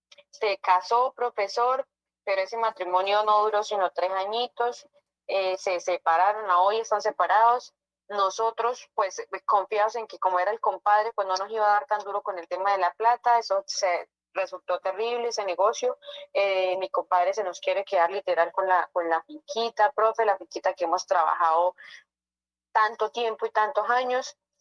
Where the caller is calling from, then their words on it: Machetá, Cundinamarca, Colombia; De la vereda Machetá, Cundinamarca.